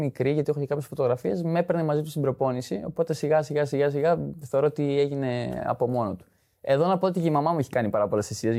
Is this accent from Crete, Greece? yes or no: yes; Heraklion, Crete, Greece; Εγώ δεν έχω μεγαλώσει, δηλαδή από μωράκι εδώ είμαι. Και όταν με ρωτάνε από πού είσαι, εγώ λέω από το Ηράκλειο, από την Κρήτη.